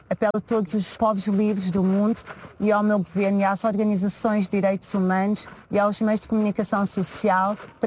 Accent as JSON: {"language": "Portuguese", "country": "Portugal", "tie": "born or raised there", "said": "sou natural de Portugal, tenho 50 anos."}